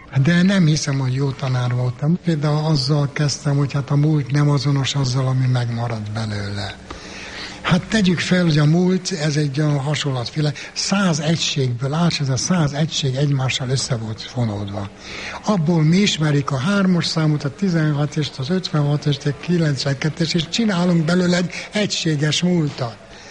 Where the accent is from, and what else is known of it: Székely Land, Romania; born or raised there